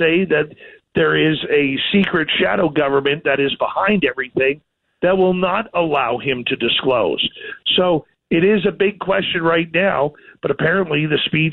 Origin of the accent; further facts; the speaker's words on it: Canada; I'm Canadian